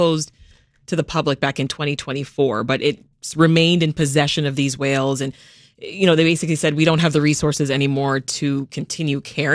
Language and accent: English; Canada; now in Chicago, United States; I never thought I'd say this as a Canadian